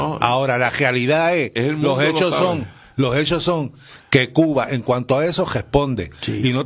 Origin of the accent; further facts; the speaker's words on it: Puerto Rico; yo soy puertorriqueño primero.